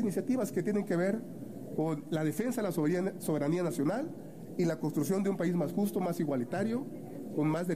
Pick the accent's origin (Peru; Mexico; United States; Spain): Mexico; Yo soy un mexicano convencido de sus instituciones.